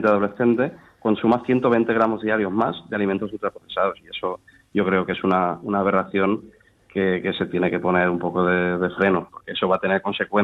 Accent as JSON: {"language": "Spanish", "town": "Valencia", "region": "Valencian Community", "country": "Spain"}